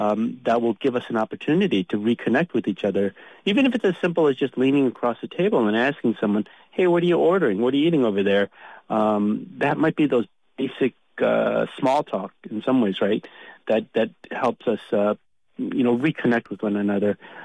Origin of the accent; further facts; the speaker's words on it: Detroit, Michigan, United States; Who was born and raised in Detroit, I actually never got a chance to see much of the outside of the 313.